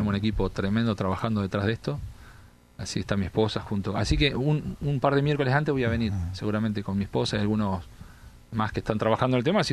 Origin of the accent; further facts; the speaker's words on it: Bahía Blanca, Buenos Aires Province, Argentina; Yo de chico me acuerdo en Bahía Blanca